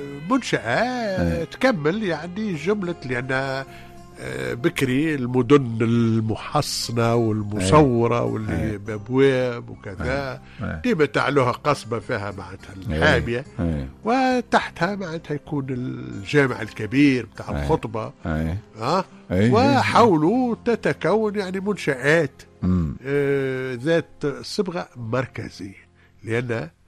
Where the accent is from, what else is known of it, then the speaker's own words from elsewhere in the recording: El Kef, Kef Governorate, Tunisia; بلادي ومدينتي